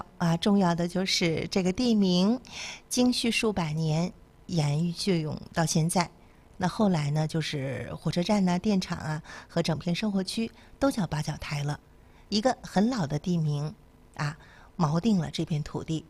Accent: Jinzhou, Liaoning, China; 作为锦州人啊

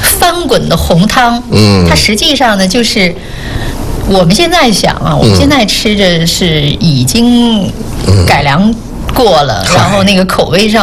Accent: northern China, China; 作为北方人啊

